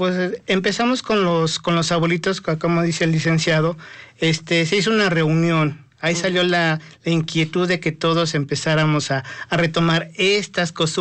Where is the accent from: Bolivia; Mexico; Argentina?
Mexico; Orgullosamente puedo decir yo que yo soy nativo de la Francisco y Madero.